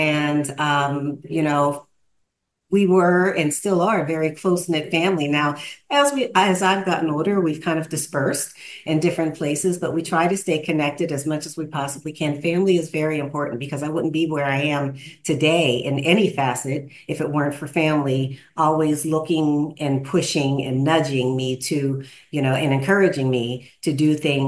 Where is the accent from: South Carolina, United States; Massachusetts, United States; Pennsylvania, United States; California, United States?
Pennsylvania, United States; Pittsburgh; we grew up in Pittsburgh, Pennsylvania, which is home.